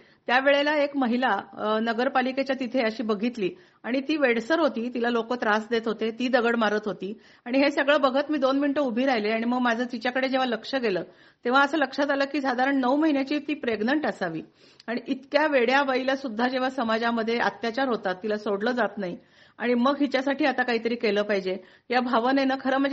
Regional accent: Karad, Maharashtra, India; moved away as an adult; now in Dhule, India; माझं माहेर कराड. मी कराडचे असल्यामुळं कृष्णा कोयनेच्या संगमावर माझं बालपण गेलं

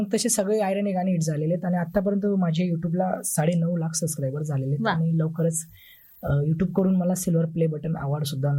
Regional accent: Varshi, Dhule district, Maharashtra, India; first language Ahirani; माझं मूळ गाव वर्षी, तालुका जिल्हा धुळे.

